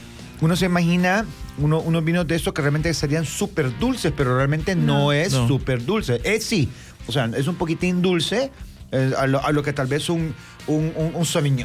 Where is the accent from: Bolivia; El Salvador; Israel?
El Salvador; si nosotros hablamos de cosas del Salvador o que somos del Salvador